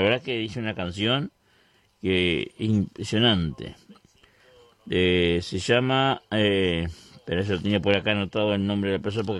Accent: Vergara, Treinta y Tres, Uruguay; Un saludo para todos mis pueblos, la gente de mi pueblo, de Vergara

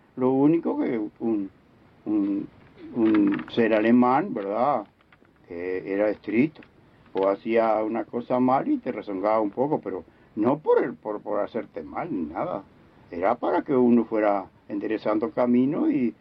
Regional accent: Vergara, Treinta y Tres, Uruguay; born or raised there

